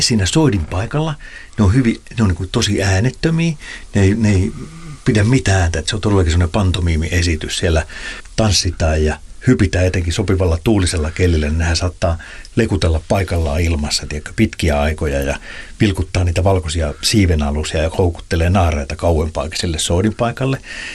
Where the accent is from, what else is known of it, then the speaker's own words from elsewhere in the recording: Pori, Satakunta, Finland; Mä muistan 80-luvulla, kun mä olen Porista kotoisin